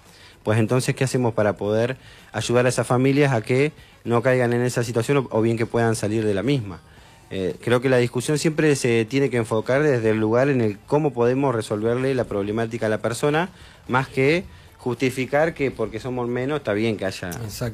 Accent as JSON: {"language": "Spanish", "country": "Argentina"}